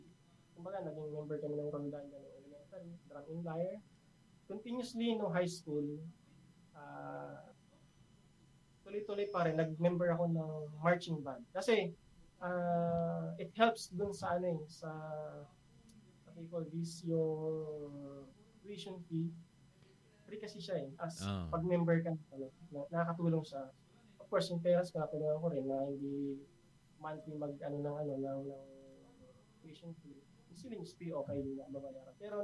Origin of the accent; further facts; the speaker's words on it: Bicol Region, Philippines; now in Manila, Philippines; Pero nasa Manila ako, sir. That was Bicol province before. Taga-Bicol talaga ako original.